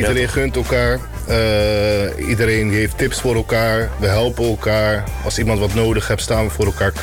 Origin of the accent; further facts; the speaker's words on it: Leiden, South Holland, Netherlands; En ja, man, ik ben van Leiden.